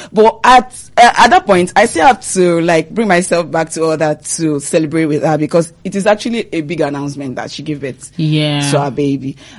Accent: Nigeria; as a Nigerian citizen

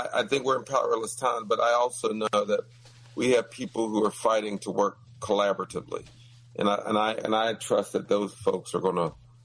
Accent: Pittsburgh, Pennsylvania, United States; I'm originally from Pittsburgh.

